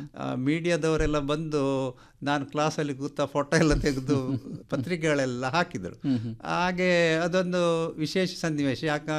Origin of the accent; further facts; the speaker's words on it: Kodiyala, Karnataka, India; moved away; also born or lived in Goa; ನಮ್ಮ ಊರು ಸುಳ್ಯ ತಾಲೂಕಿನ ಕೊಡಿಯಾಲ ಗ್ರಾಮ ಅಂತ. ನಮ್ಮ ಮನೆ ರಿಸರ್ವ್ ಫಾರೆಸ್ಟಿನ ತಳದಲ್ಲೇ ಇರೋದು.